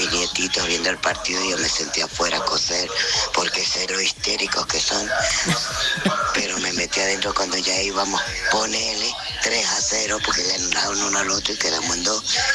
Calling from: Argentina; Somos argentinos y nacimos para sufrir.

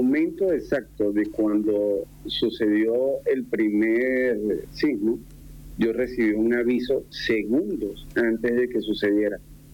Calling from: Caracas, Capital District, Venezuela; Aquí se le conoce como el centro de Caracas

